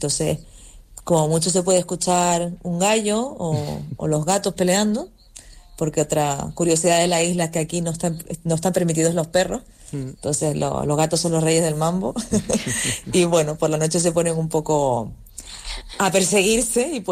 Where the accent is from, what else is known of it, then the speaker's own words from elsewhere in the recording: Santa Cruz, Canary Islands, Spain; moved away as an adult; now in Gili Air, Indonesia; yo soy de Santa Cruz y tú sabes que las cuestas no son muy amigas del tema